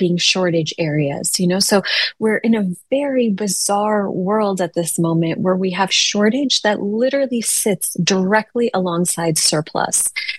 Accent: Chicago, Illinois, United States; So I grew up in Chicago, public school kid, and I was teaching in a public school 3 miles away from where I grew up.

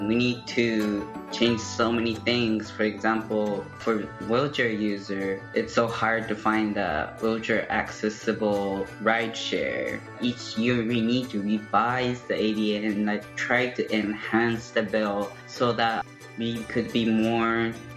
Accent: Japan; moved away as an adult; now in Chicago, United States; I'm originally from Japan. I was involved with the civil rights movement in Japan. And 2 years ago, I moved to Chicago.

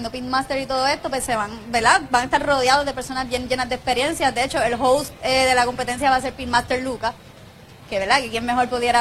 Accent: Peñuelas, Puerto Rico; born there; Nosotras somos de Peñuelas, porque nací ahí.

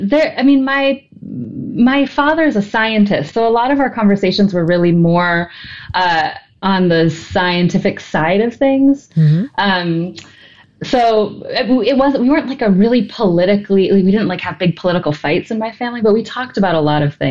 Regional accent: Minneapolis, Minnesota, United States; I grew up in Minneapolis, so not too far. I'm a Midwestern girl.

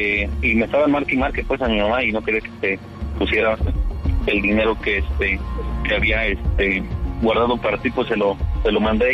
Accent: Querétaro, Mexico; con la licencia que tengo y con la credencial, pues se dan cuenta que soy de aquí de Querétaro.

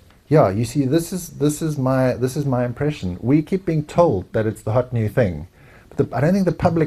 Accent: South Africa; as a South African

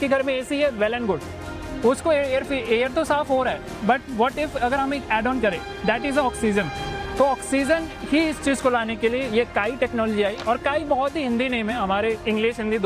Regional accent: Lucknow, Uttar Pradesh, India; और मैं Lucknow UP capital से बिलोंग करता हूँ।

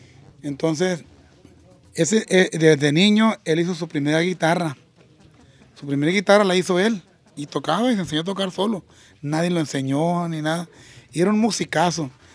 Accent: San Ignacio, Sinaloa, Mexico; yo soy del rancho de La Caña, municipio de San Ignacio, Sinaloa.

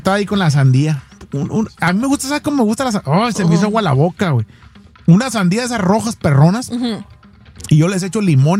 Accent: Sinaloa, Mexico; moved away; Allá de donde soy yo, de Sinaloa

